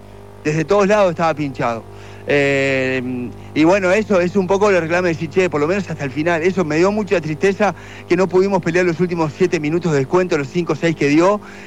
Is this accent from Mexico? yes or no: no; Uruguay; te sentás a comer algo y sientes que sos uruguayo y te charlan en la íntima, sin gozarte, pero nos dicen, perdieron la mística